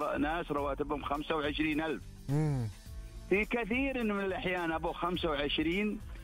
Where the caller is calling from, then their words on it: Eastern Province, Saudi Arabia; تحياتنا من الشرقية.